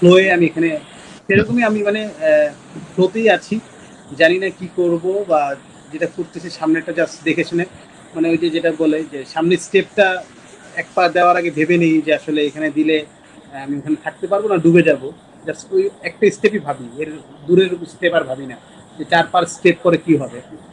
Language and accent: Bangla; Lakshmipur, Chittagong Division, Bangladesh; now in Dhaka, Bangladesh; আমার দেশের বাড়ি হচ্ছে মানে এক কথায় বলতে গেলে নোয়াখালী, আর দুই কথা বলতে গেলে মানে একটু এড়াই যেতে গেলে লক্ষ্মীপুর